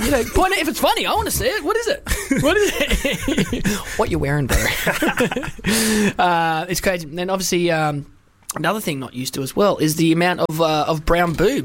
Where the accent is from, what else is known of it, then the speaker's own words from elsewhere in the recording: United Kingdom; born there; somebody said, you're officially British now, even though I was born in Britain, so I am.